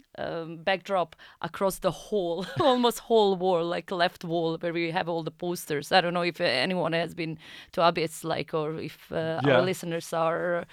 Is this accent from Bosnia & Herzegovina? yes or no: yes; Bosnia & Herzegovina; also born or lived in Norway; now in Gothenburg, Sweden; I'm originally from Bosnia, actually.